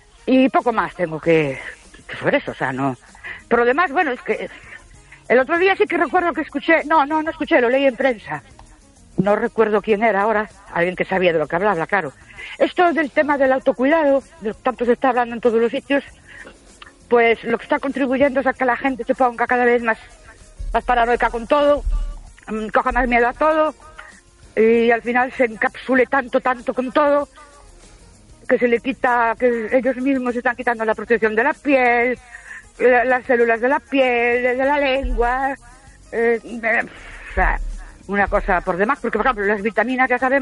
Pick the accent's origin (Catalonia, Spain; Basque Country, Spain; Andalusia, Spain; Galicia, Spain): Galicia, Spain; Ourense; Buenas noches … de Orense.